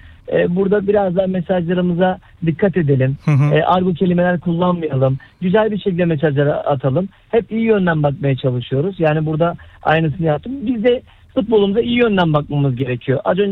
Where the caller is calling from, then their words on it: Istanbul, Turkey; İstanbul'dan.